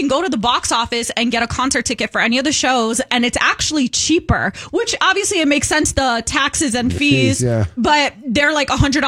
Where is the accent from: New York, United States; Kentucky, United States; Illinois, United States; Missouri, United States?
Illinois, United States; Chicago; now in San Diego, United States; I'm from Chicago.